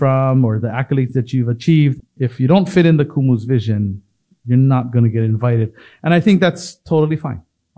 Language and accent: English; Hawaii, United States